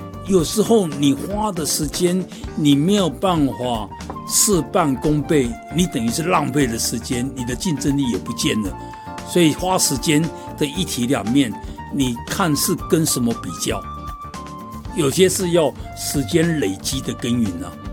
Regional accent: China; 我们中国人常常讲的春天撒种，秋天收割，这个是不变的自然的一个定律

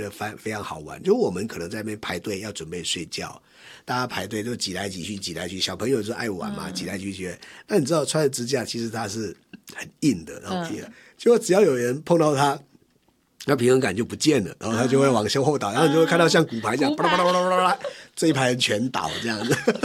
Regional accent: Taiwan; first language Taiwanese; 因为我八岁以前是讲台语。然后我小二的时候就搬到，我妈妈是客家人，我又搬到客家庄，我又讲客语。

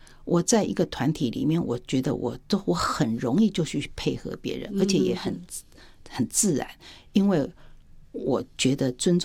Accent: Taiwan; born there; 因为我爸爸是从大陆过来的，所以在乡下地方哦

